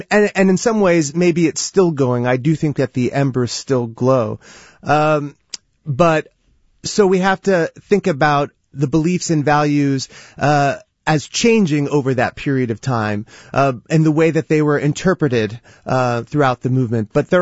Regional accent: Marin County, California, United States; my hometown of Marin County.

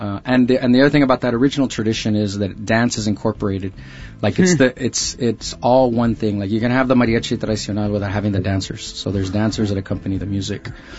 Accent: San Antonio, Texas, United States; But I'm from Texas originally. I'm from the city of San Antonio, go Spurs.

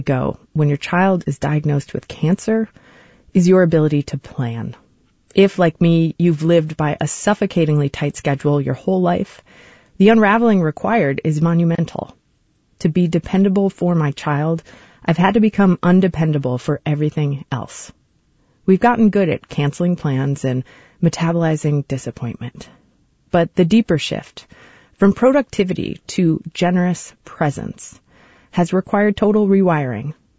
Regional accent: Chicago, Illinois, United States; moved away as an adult; now in San Francisco Bay Area, United States; We're from Chicago, where stark seasons kept the yearly rhythm. Here in the Bay Area

